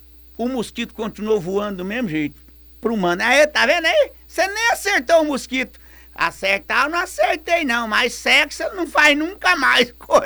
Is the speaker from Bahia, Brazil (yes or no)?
yes; Bahia, Brazil; moved away; na Bahia, eu sou baiano, eu vou lá de vez em quando